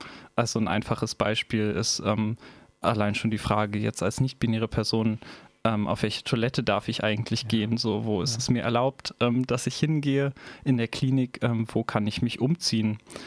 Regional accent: Berlin, Germany; Ich komme aus Berlin.

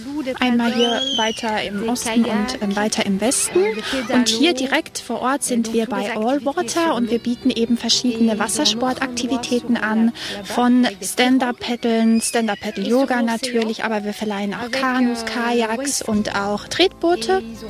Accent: Belgium; Ich bin ursprünglich aus Belgien und wegen der Liebe hierher gekommen, weil mein Mann liebt einfach den Ozean und er liebt die Wellen

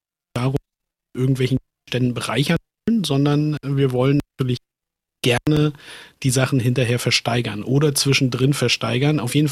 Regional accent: Mecklenburg-Vorpommern, Germany; born there; Ich bin aus Kursfeld tatsächlich, gebürtiger Vorpommer.

